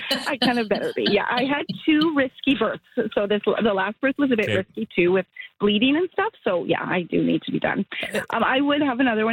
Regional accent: Regina, Saskatchewan, Canada; We're from Regina, Saskatchewan. I grew up in an Indigenous population there.

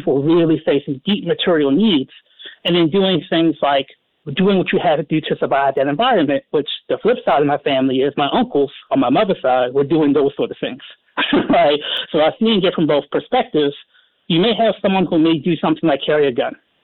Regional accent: Baltimore, Maryland, United States; born and raised in West Baltimore. Neighborhoods like Poplar Grove, Frederick Avenue. Family eventually ended up going to Woodlawn, but I ended up graduating from City.

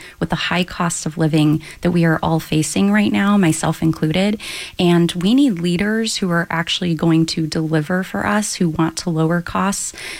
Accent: Corpus Christi, Texas, United States; I come from a working class family in South Texas. I was raised in Corpus Christi by a single mom.

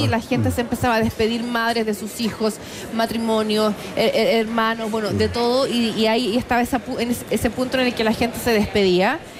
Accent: Chile; moved away; yo les explico que soy chilena.

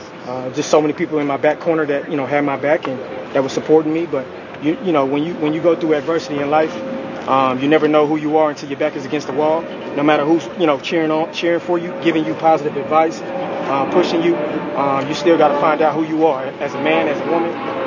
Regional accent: Dallas, Texas, United States; I'm from Dallas, born and raised.

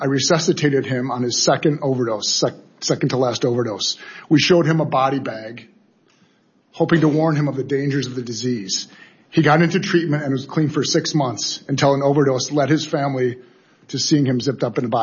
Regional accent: Wisconsin, United States; Senator Baldwin from my home state of Wisconsin

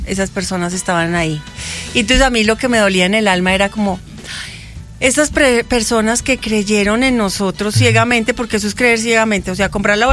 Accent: Panama; Entonces, no, pues me toca que me devuelvan porque yo soy de Panamá.

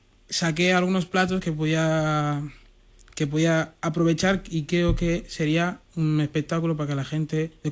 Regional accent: Senegal; now in Spain; algunos platos típicos de mi país, que soy de Senegal

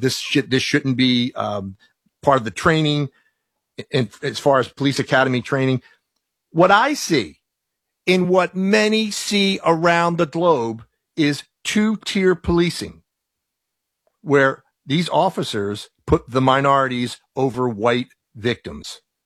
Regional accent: Ireland; born there; I'm Irish born, so a lot of times when I visit, I go back to Ireland often.

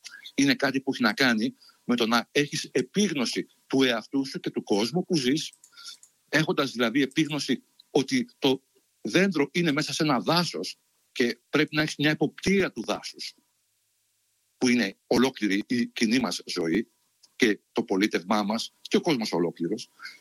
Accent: Greece; σαν Έλληνα

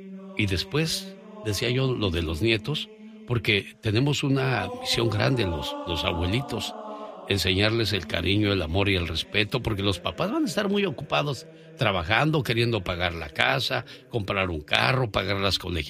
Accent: Tijuana, Baja California, Mexico; moved away; Salí de Tijuana, pero Tijuana nunca salió de mí.

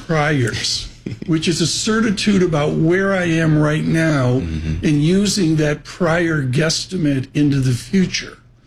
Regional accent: Canada; I'm very Canadian.

